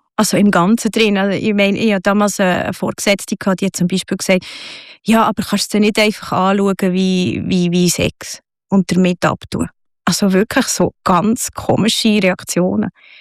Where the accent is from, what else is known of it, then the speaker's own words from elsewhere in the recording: Bern, Switzerland; also born or lived in Zürich; durch den Beruf von meinem Vater sind wir recht viel halt rumgekommen. Wir mussten viel zügeln. Und so im Kindergartenalter sind wir dann ins Berner Oberland. Und die Wurzeln waren zwar immer von Bern gewesen, und meine Eltern sind beide von Bern.